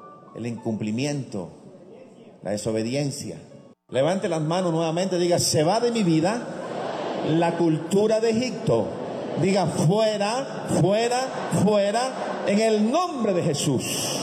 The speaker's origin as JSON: {"language": "Spanish", "country": "Colombia", "said": "¿de dónde viene usted? Le dije, de Colombia."}